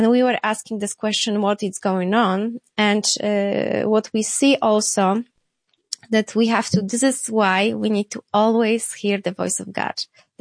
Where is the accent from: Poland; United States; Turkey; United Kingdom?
Poland; southern Poland; English is a second language; I am from south of Poland. I am like hour from Krakow, so it's John Paul II and Saint Faustina. So, so we still have there are full churches.